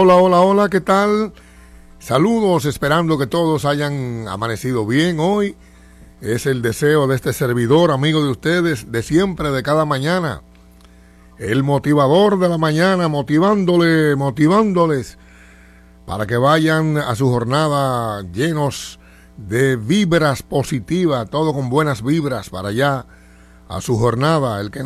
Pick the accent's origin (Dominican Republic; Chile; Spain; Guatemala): Dominican Republic; Esta es la República Dominicana y desde el centro, desde aquí, desde Santiago de los Caballeros, originamos este sano encuentro matinal.